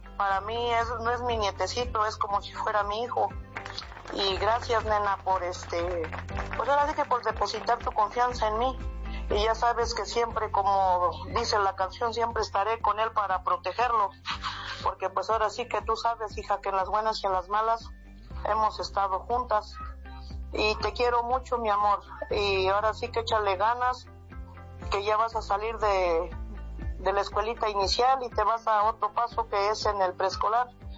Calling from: Coyotepec, Mexico; vivo en Coyotepec.

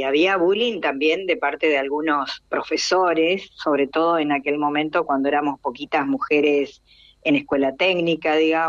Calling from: Reconquista, Santa Fe, Argentina; de Reconquista, provincia de Santa Fe.

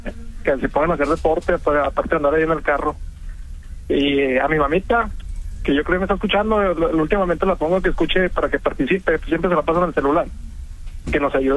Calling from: Lerdo, Durango, Mexico; aquí en Lerdo

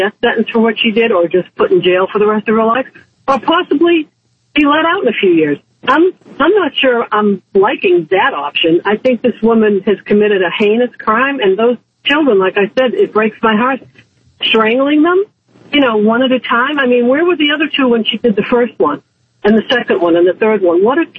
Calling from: Massachusetts, United States; I'm from Massachusetts.

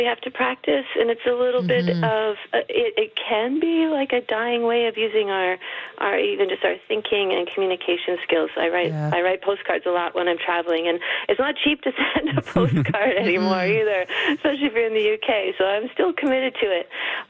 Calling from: Edmonton, Alberta, Canada; I'm calling from Edmonton.

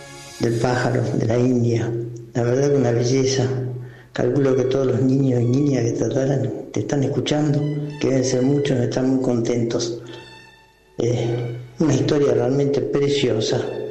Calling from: Rosario, Santa Fe, Argentina; de Rosario.

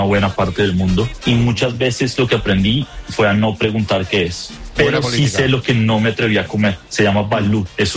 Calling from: Sweden; desde Suecia.

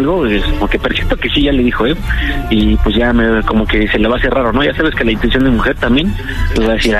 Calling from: Naucalpan, State of Mexico, Mexico; De aquí, de Naucalpitán, la Bella.

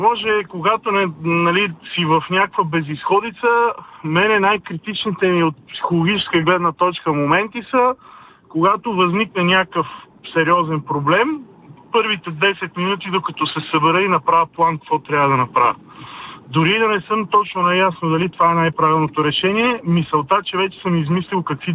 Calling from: Sofia, Sofia City, Bulgaria; Добро утро … от София.

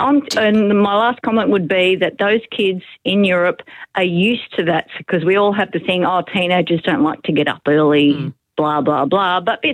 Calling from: Australia; being Australian

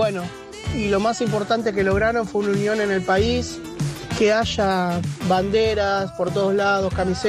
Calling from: Argentina

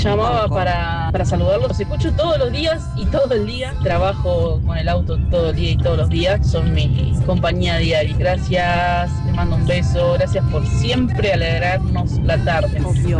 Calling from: Quilmes, Buenos Aires Province, Argentina; de Quilmes

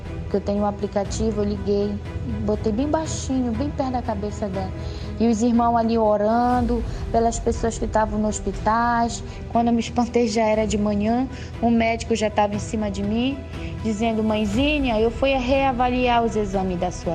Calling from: Belém, Pará, Brazil; sou aqui de Belém do Pará.

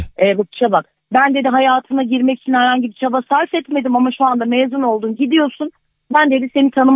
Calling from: Istanbul, Turkey; İstanbul'dan arıyorum

